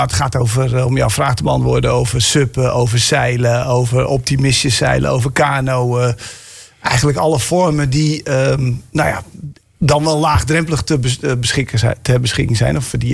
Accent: Netherlands; Watersport is natuurlijk, dat zit in onze DNA als Nederlanders. En zeker hier in de polder natuurlijk.

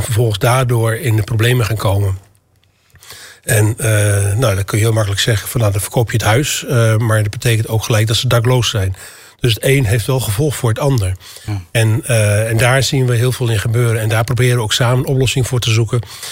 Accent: Zwolle, Overijssel, Netherlands; Ik kom zelf uit Zwolle.

